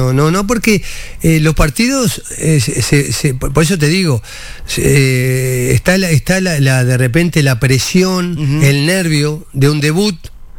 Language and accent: Spanish; Uruguay; Yo soy uruguayo, claro. Y él es argentino.